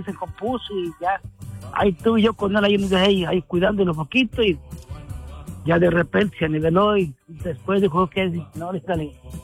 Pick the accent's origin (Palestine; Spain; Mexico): Mexico; Michoacán; No, yo soy acá de Michoacán.